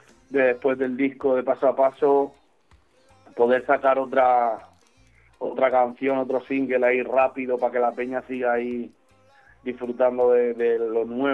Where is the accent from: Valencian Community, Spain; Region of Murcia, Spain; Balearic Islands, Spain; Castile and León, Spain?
Balearic Islands, Spain; Mallorca; sin Kevin, que son, pues, todos somos de Mallorca, sin ellos, sin ese tipo de entorno, yo nunca hubiera podido crear y hacer música